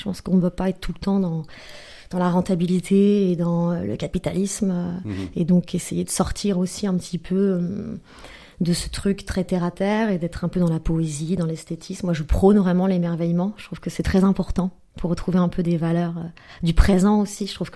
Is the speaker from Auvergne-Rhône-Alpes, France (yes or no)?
no; Caen, Normandy, France; born there; je suis née à Caen.